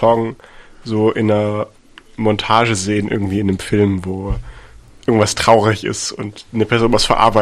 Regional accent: Baden-Württemberg, Germany; Ich bin ja aus Baden-Württemberg und aus Württemberg.

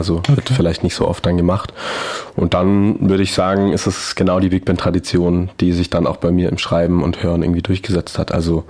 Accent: Hechingen, Baden-Württemberg, Germany; ich komme ja aus dem Zollernalbkreis, aus Hechingen und komme da eigentlich so aus der Blasmusik.

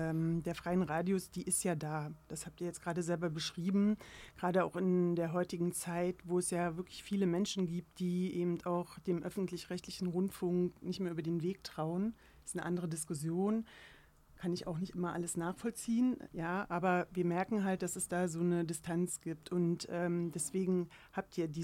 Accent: Cottbus, Brandenburg, Germany; moved away as an adult; now in Berlin, Germany; Ich bin ja selber in Brandenburg aufgewachsen, in Cottbus, wohne jetzt seit 1998 in Berlin-Pankow.

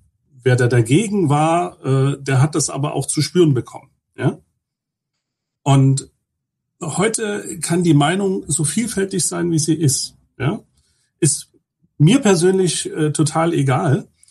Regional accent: Germany; Ich muss Ihnen dazu sagen, ich bin ehemaliger DDR-Bürger. Also ich bin 1975 in der DDR geboren. Das heißt, ich habe 15 Jahre in einem System gelebt

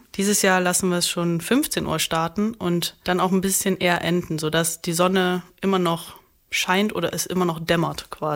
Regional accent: Chemnitz, Saxony, Germany; also born or lived in Berlin; Ich komme zwar aus Chemnitz, habe aber viele Jahre auch in Berlin gelebt

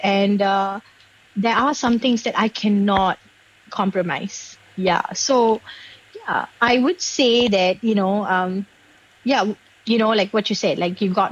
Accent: Singapore; I grew up in Singapore and, you know, we Singaporeans struggle with tradition and progression and modernity.

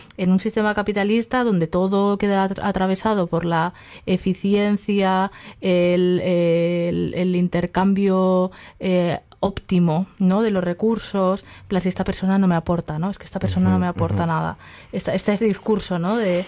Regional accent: Aragon, Spain

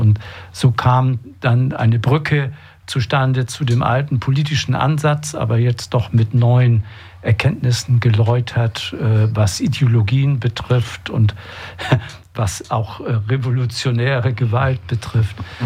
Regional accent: Bokel, Germany; moved away as an adult; ich bin in Bokel geboren, als Bauernsohn, Erstgeborener.

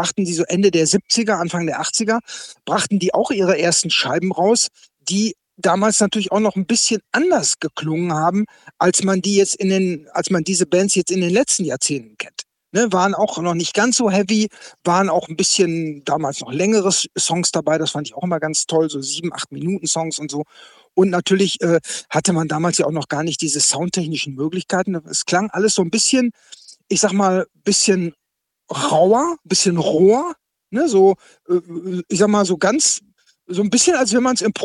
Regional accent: Münster, North Rhine-Westphalia, Germany; so hier in meiner Heimatstadt Münster

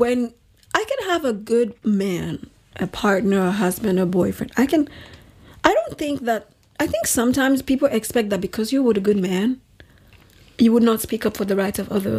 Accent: Nigeria; I think the response they expect me to give as a Nigerian girl speaking to a Nigerian man who needs you to look at me as wife material is

